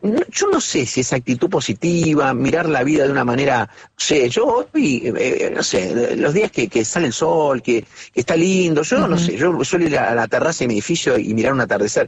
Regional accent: Rafaela, Santa Fe, Argentina; also born or lived in La Plata; Yo soy de Rafaela, digo, ¿viste? Aun cuando no haya nacido en Rafaela.

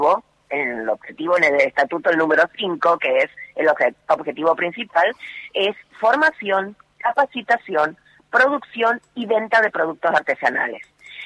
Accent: San Juan, Argentina; Bueno, mi provincia es San Juan.

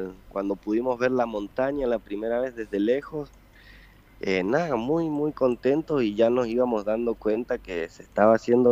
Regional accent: Argentina; somos 12 los argentinos que han subido el Lhotse

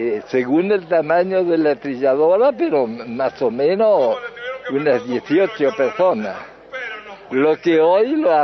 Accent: Argentina; born there; Bueno, nací en el campo de Solari, porque en ese tiempo mi papá le rentaba campo a la firma Solari, que el que estaba acá en Valle Grande

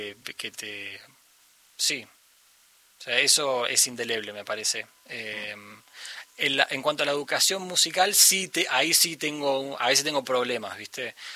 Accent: Argentina; born there; first language Spanish; nací hablando los dos a la par, o sea, soy muy bilingüe. Pero lo que pasó es cuando vine a Argentina, cuando tenía 6 años, se dio vuelta así rotundamente. Y hoy por hoy, sí, el español es mi primer idioma.

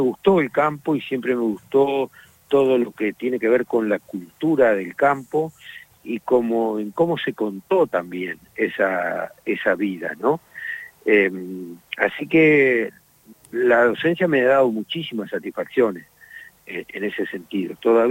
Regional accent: Las Flores, Buenos Aires Province, Argentina; Soy del Carmen de las Flores, andariego y payador.

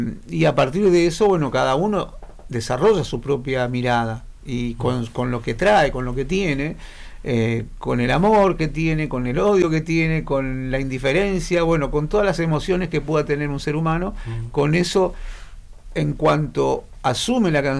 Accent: Río Turbio, Santa Cruz, Argentina; Somos santacruceños y somos del viento, ¿no?

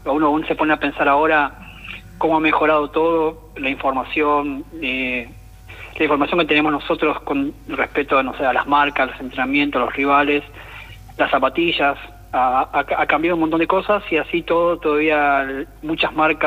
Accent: San Salvador, Entre Ríos, Argentina; yo nací en una ciudad que se llama San Salvador, Entre Ríos

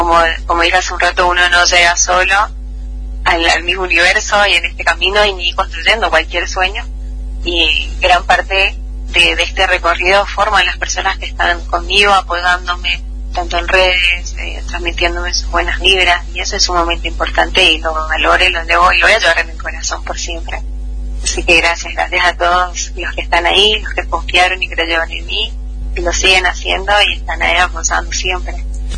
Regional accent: Argentina

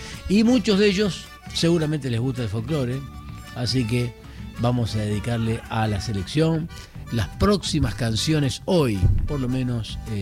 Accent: Argentina

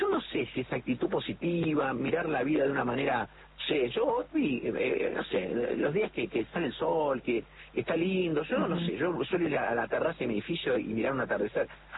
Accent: Córdoba, Argentina; born there; En la ciudad de Córdoba.

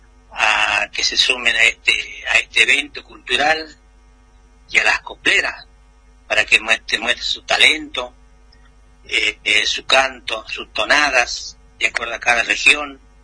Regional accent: Jujuy, Argentina; Es un grupo de copleros que somos netamente de la Puna, somos de Santa Catalina y de Rinconada, de algunos de Yavi.

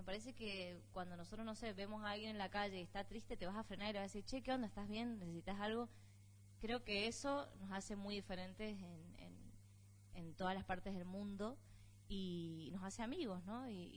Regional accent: Argentina

